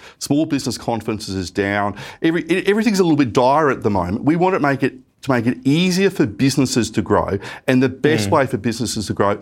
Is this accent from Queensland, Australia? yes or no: yes; Queensland, Australia; My reading of Victoria is, as a Queenslander, is the mob are making their mind up.